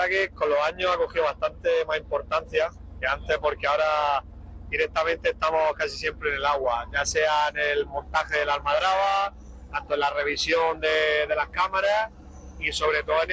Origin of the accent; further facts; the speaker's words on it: Cartagena, Region of Murcia, Spain; moved away; soy de Cartagena.